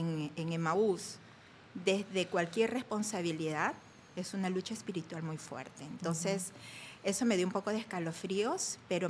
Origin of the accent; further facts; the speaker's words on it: Peru; yo soy peruana